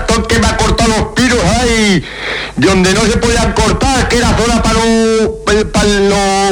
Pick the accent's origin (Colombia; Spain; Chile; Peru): Spain; ¡Soy español! ¡Feliz Navidad!